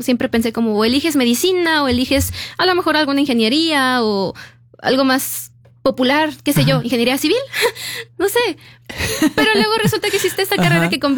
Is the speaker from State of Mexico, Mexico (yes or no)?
no; León, Guanajuato, Mexico; En León, porque yo soy de León, Guanajuato.